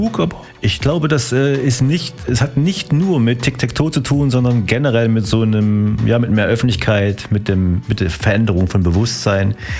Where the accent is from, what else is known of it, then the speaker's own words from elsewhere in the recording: Apolda, Thuringia, Germany; Ich komme eigentlich aus Apolda.